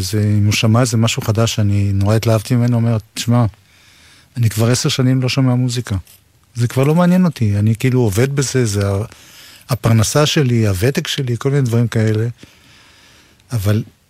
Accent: Jerusalem, Jerusalem District, Israel; אני ירושלמי דרך אגב, אם כבר... שגם זה סוג של פריפריה.

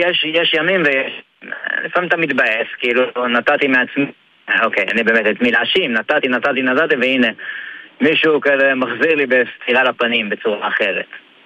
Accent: Jerusalem, Jerusalem District, Israel

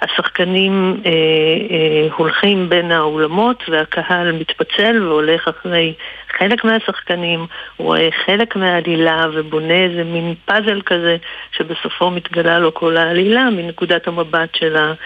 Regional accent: Central District, Israel; moved away as an adult; אני מהמרכז

